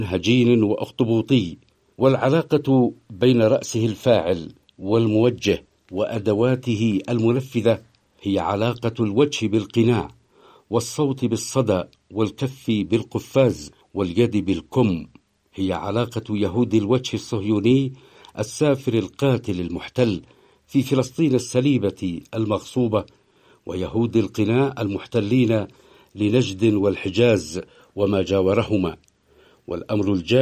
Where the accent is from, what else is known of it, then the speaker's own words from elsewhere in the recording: Yemen; واقع معركتنا المصيرية المتواصلة اليوم مع هؤلاء جعلنا كيمنيين وكمحور مجاهد مقاوم